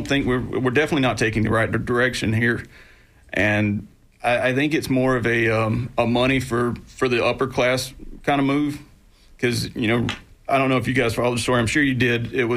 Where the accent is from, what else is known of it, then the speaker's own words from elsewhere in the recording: Wiggum, Georgia, United States; now in Florida, United States; I grew up in South Georgia, about 30 minutes north of Tallahassee.